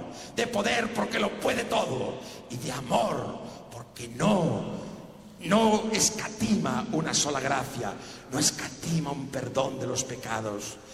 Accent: Spain; Sucedió en mi país, en España

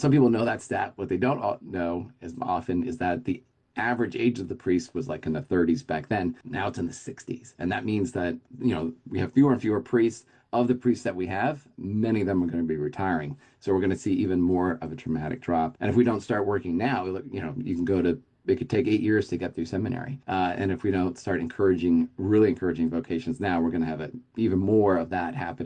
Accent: Philadelphia, Pennsylvania, United States; I'm from Philadelphia. We have parishes that are closing and merging

